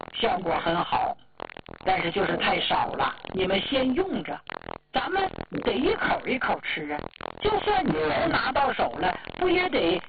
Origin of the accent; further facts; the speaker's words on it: Northeast China, China; 哎，我净用咱们东北老家话跟你们唠嗑。